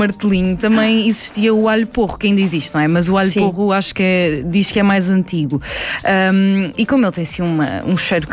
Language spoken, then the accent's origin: Portuguese; Almada, Lisbon, Portugal; em Almada, que é a minha terra